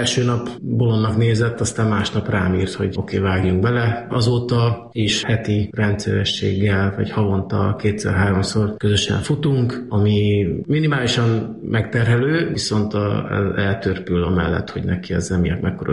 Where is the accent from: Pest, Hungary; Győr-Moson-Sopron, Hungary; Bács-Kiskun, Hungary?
Bács-Kiskun, Hungary; Kecskemét; Kecskeméti Pérista gimnáziumban jártam